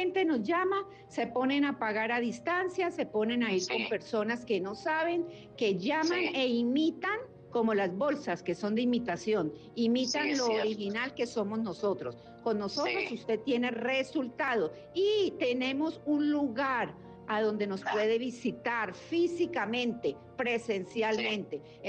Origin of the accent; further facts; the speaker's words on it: Mexico; Muy bien, yo soy mexicana, estoy, como le digo, tengo 30 años de experiencia.